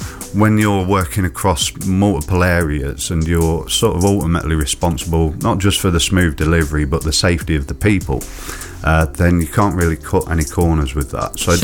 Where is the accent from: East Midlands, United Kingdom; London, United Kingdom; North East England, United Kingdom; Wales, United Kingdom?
East Midlands, United Kingdom; Leicester; moved away as an adult; now in Stoke-on-Trent, United Kingdom; I've left Leicester, my hometown, to come back over to the Potteries.